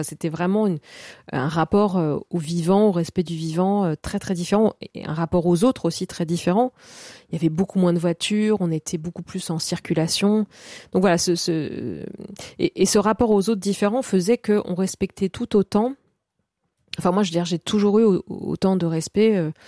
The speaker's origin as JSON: {"language": "French", "town": "Bastia", "region": "Corsica", "country": "France", "tie": "born or raised there", "said": "Donc moi, je suis née à Bastia et j'ai passé pas mal de temps aussi en Castagniccia, donc c'est en moyenne montagne, puisqu'en Corse, en général, on a toujours deux lieux."}